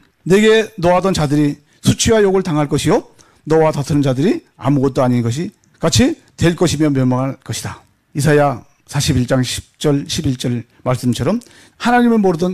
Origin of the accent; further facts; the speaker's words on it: North Korea; 해서 나는 북한 놈 맞아.